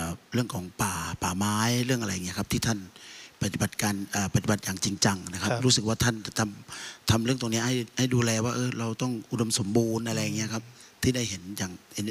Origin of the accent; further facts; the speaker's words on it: Southern Thailand, Thailand; ด้วยความเป็นคนใต้เนี่ยคำว่าเวียนครกนี่มันเหมือนกับเราโตมาเกิดมาปุ๊บ